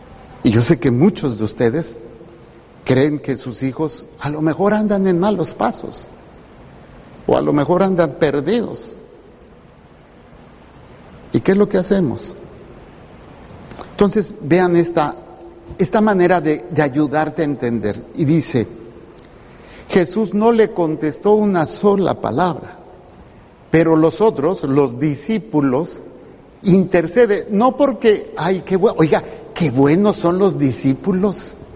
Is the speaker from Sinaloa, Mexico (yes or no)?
no; Mexico City, Mexico; moved away as an adult; now in Baja California, Mexico; más de la mitad de mi vida llevo viviendo aquí. Yo soy chilango.